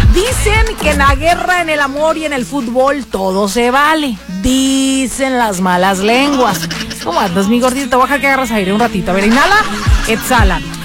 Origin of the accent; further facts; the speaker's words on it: Mexico; Mexicanos somos y mexicanos seremos.